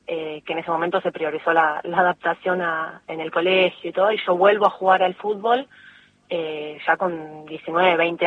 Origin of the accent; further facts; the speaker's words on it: Geneva, Switzerland; Yo de chica, ya te digo, en Suiza, que pude arrancar a los 8 o 9 años, en un club de barrio, obviamente éramos un equipo de toda la zona